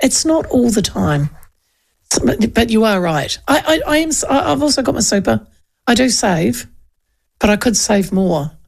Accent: Hastings, South East England, United Kingdom; I'm from Hastings.

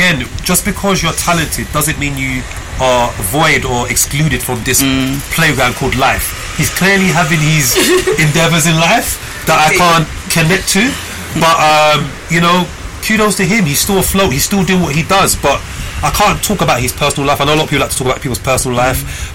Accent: London, United Kingdom; growing up in East London on the street, you kind of, I've seen it all, done it all.

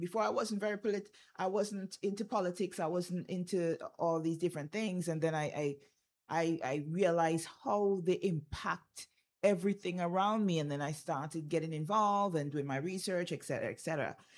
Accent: St. Vincent & Grenadines; I mean, we grew up in St. Vincent. We grew up in the Caribbean.

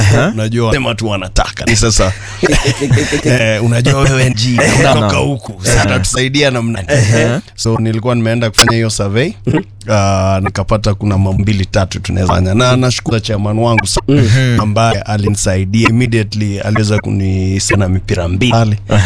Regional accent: Sabatia, Vihiga County, Kenya; Mimi natoka Vihiga County. Sabatia.

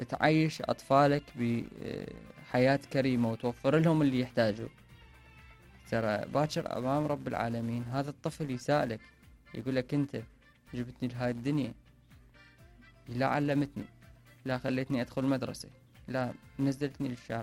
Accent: Iraq

